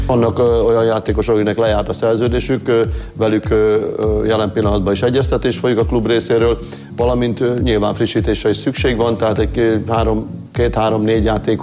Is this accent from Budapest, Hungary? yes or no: no; Borsod-Abaúj-Zemplén, Hungary; moved away as an adult; also born or lived in Hajdú-Bihar; now in Debrecen, Hungary; Nyilván már félig borsodi vagyok, félig hajdúbihari, sőt már több is, mert ugye Borsodban 30 évet éltünk, Hajdúbihariban már 33. év, úgyhogy azóta itt élünk Debrecenben.